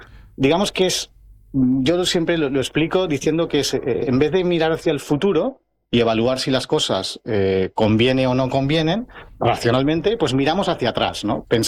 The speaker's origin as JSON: {"language": "Spanish", "town": "Algemesí", "region": "Valencian Community", "country": "Spain", "tie": "born or raised there", "lives_now": "Alzira, Spain", "said": "yo estoy a caballo entre Algemesí y Alcira, sabes que sí. Mi familia es de Algemesí. Yo tengo mi residencia, digamos, en Alcira, pero bueno, estamos al lado y voy dando vueltecitas. Y mi pueblo, el meu poble, es Algemesí."}